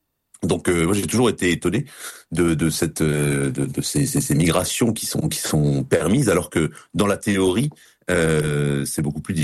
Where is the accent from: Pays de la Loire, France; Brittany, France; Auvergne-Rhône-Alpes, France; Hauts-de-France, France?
Brittany, France; Et je me souviens d'avoir vu chez moi en Bretagne le brave curé qui voulait parler des vocations